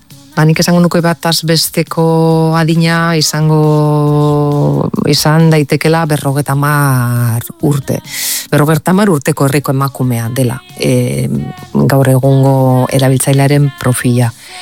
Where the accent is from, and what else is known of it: Arrigorriaga, Basque Country, Spain